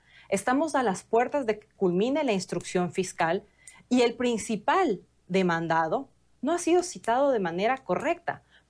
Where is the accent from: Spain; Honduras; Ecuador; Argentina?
Ecuador; no podemos seguir como ecuatorianos pretendiendo